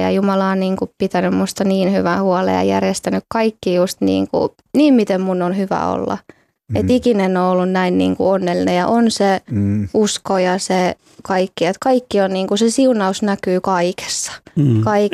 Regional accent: Uusimaa, Finland; me ollaan asuttu vähän niin kuin joka

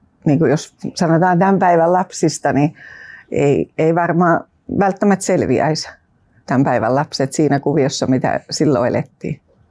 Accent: Lahti, Päijät-Häme, Finland; now in Tampere, Finland; Mä oon Tampereelta, kotosin Lahdesta. Tai mun vanhemmat ja veljet ja siskot asuu siellä ja mä oon asunut Tampereella parikymmentä vuotta.

